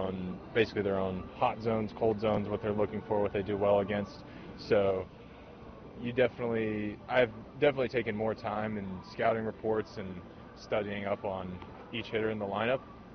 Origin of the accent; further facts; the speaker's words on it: Dallas, Texas, United States; I'm from Dallas